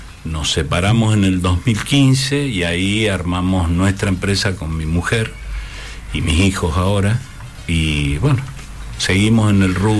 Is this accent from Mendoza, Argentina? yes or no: yes; General Alvear, Mendoza, Argentina; moved away as an adult; Y me fui a los 18 años de Alvear.